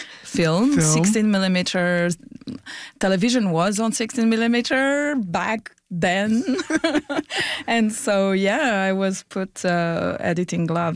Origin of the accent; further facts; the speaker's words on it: Romania; I have to say that I grew up in Romania in the time of the Ceausescu dictatorship. The Berlin Wall was still standing.